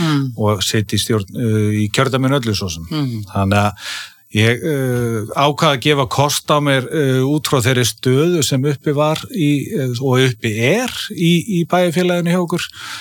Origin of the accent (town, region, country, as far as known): Sandgerði, Southern Peninsula, Iceland; born or raised there